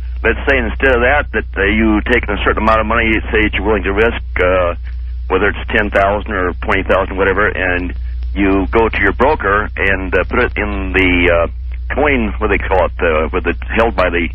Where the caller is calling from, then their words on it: Vancouver, Washington, United States; Yes, I'm calling from Vancouver, Washington.